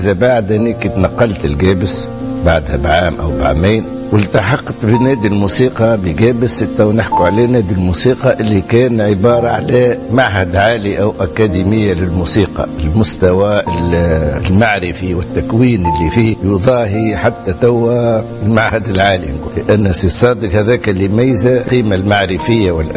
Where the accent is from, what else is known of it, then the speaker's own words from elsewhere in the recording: Gabès, Gabès Governorate, Tunisia; also born or lived in Medenine; عرف أني من جابس